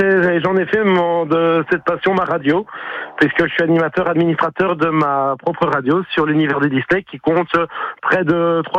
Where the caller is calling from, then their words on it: Couture-sur-Loire, Centre-Val de Loire, France; je suis de Couture-sur-Loire